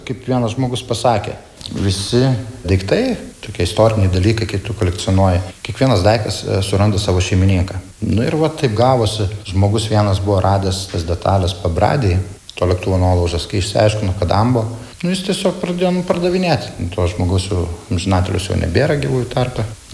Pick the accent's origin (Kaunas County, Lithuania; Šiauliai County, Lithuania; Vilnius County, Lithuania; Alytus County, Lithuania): Šiauliai County, Lithuania; Akmenė; moved away as an adult; now in Norway; aš užaugau prie Akmenės aerodromo.